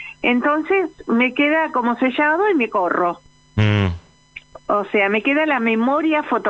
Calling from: Acassuso, Buenos Aires Province, Argentina; de Agassuso.

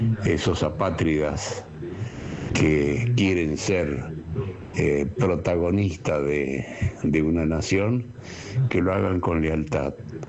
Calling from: Vicente López, Buenos Aires Province, Argentina; de Vicente López

